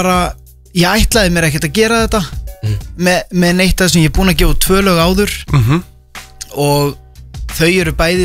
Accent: Raufarhöfn, Northeastern Region, Iceland; accent: northern; Já, ég er frá Raufarhöfn.

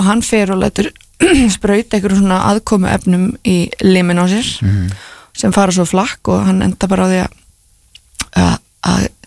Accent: Grímsnes, Southern Region, Iceland; Jú, ég er úr Grímsnesinu, ég kefti fyrir HSK.

